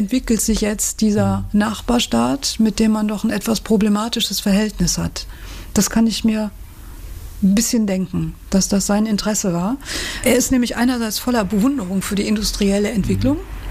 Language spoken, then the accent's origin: German; North Rhine-Westphalia, Germany; Ich meine, ich bin ja nun auch ein Kind des Ruhrgebietes.